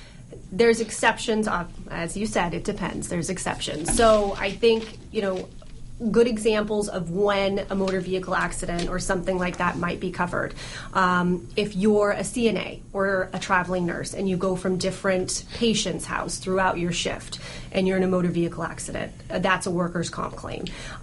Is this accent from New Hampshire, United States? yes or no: no; Reno, Nevada, United States; moved away as an adult; I'm actually originally from Reno, Nevada. I came out here for law school more than I'd like to admit, more than 15 years ago.